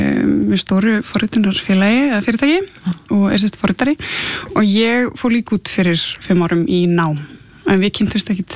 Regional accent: Gothenburg, Västra Götaland County, Sweden; Ég er alveg upp í Gautaborg og var í barnakór íslensku kirkjunar þar.

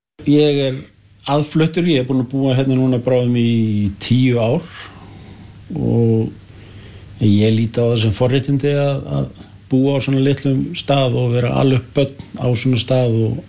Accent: Hafnarfjörður, Capital Region, Iceland; now in Vopnafjörður, Iceland; Ég kem úr Hafnarfirðinu.

